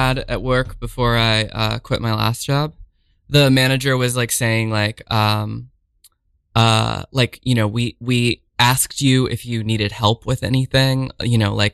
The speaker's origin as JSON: {"language": "English", "region": "Washington", "country": "United States", "tie": "born or raised there", "said": "So, I grew up in Eastern Washington, mm-hmm. In a smallish town"}